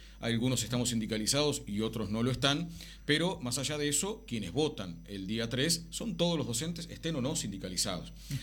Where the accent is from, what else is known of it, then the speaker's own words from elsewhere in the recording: Canelones, Uruguay; Yo soy del interior, vivo en Canelones y vivo además en el medio rural